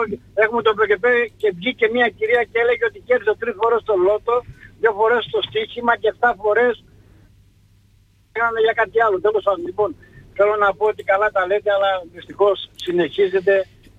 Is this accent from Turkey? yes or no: yes; Istanbul, Turkey; Εγώ το καταλαβαίνω σαν βλάκας που είμαι από την Κωνσταντινούπολη, σαν μπουνταλάς